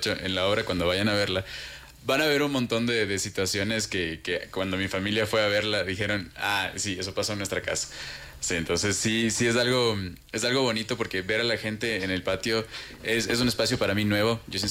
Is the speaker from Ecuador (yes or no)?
yes; Ecuador